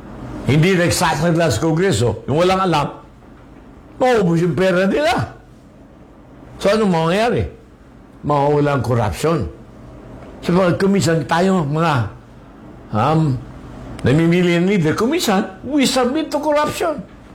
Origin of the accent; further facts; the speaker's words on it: Zamboanga del Sur, Philippines; For example, ako taga Zamboanga del Sur.